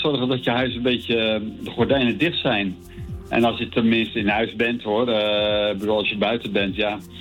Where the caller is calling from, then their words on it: Voorhout, South Holland, Netherlands; Uit Voorhout.